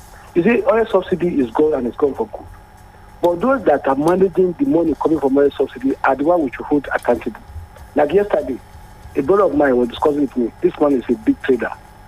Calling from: Nigeria

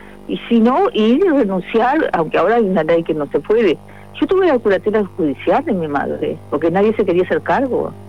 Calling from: Maldonado, Uruguay; vivo en Maldonado, y yo iba día por media mina, pero yo no soy de acá.

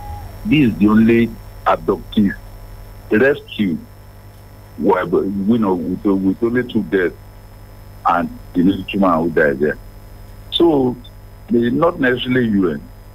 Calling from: Namibia; I'm calling from Namibia.

